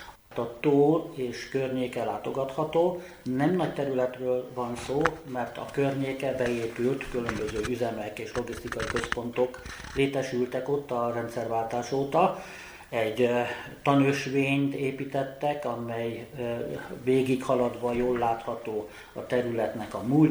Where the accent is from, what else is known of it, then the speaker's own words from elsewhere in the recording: Páty, Pest, Hungary; also born or lived in Budapest; 70 éve születtem a János Kórházban Budapesten. Édesanyám ide hozott vissza Pártyra, a községbe, és itt élünk ugyanúgy 70 éve. A szüleim, nagyszüleim mind-mind pártyiak, azt mondhatnám, hogy törzsgyökeres pártyinak ismernek minket, meg engem is.